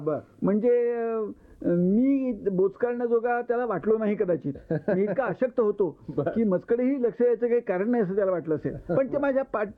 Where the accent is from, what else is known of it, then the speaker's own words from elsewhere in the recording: Paratwada, Maharashtra, India; तिथे आणून रोपली होती त्या परतवाड्याच्या त्या सिव्हिल लाईन्समध्ये. आणि ही सगळी झाडं पाहत निहाळीत असं माझं बालपण गेलं.